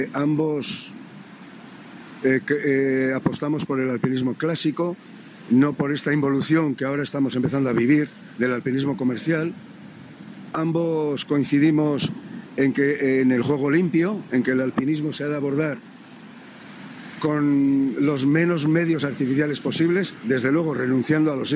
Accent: Basque Country, Spain; las montañas de mi tierra, las montañas de Euskal Herria

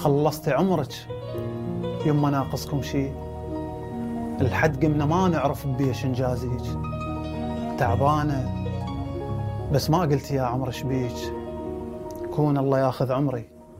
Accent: Kirkuk, Kirkuk Governorate, Iraq; أنا ولادتي بنفس البيت اللي هسه ساكن بيه

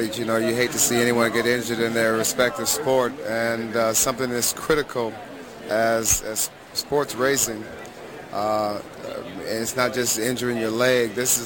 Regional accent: Indiana, United States; This is the very first time that I've ever been to a race, even though I am from Indiana.

